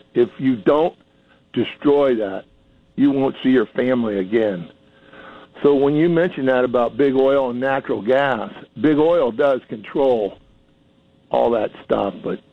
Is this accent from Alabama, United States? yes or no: no; Florida, United States; But I grew up in South Florida, and when I was a young man, I'm 75 now